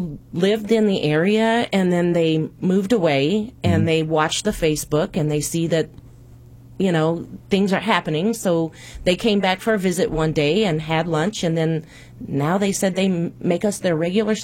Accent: Old Mines, Missouri, United States; now in DeSoto, United States; I grew up in Old Mines.

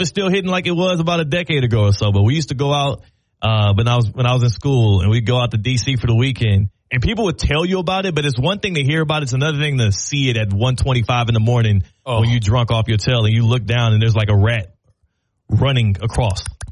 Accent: United States; being an American

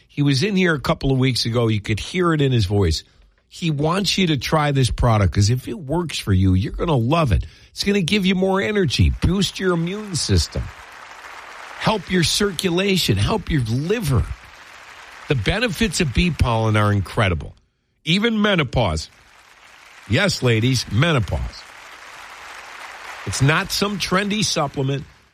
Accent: United States; we're American.

